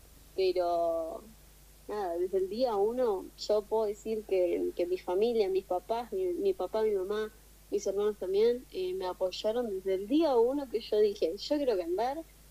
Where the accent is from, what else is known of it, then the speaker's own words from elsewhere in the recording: José C. Paz, Buenos Aires Province, Argentina; yo soy de Buenos Aires, la localidad de José C. Paz.